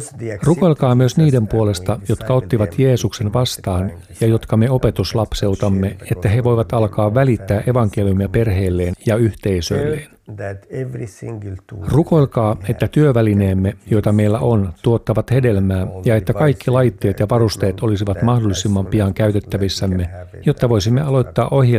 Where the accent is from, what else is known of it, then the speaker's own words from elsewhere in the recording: Egypt; also born or lived in Mauritania; now in Spain; Olin 7 vuotta arabiankielisessä pioneerilähetystyössä Mauritaniassa. Olen kotoisin Egyptistä ja vaimoni on Irakista. Tapasimme Jordaniassa ja muutimme Mauritaniaan.